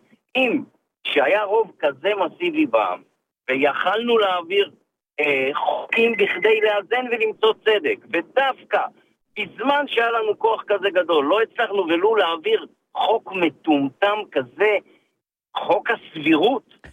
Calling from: Givatayim, Tel Aviv District, Israel; אני מגבעתיים.

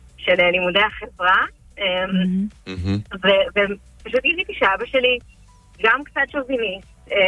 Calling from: Southern District, Israel; אנחנו קיבוצים מהנגב

